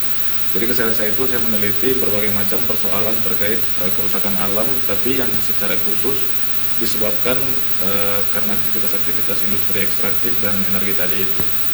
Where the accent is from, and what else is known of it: North Sulawesi, Indonesia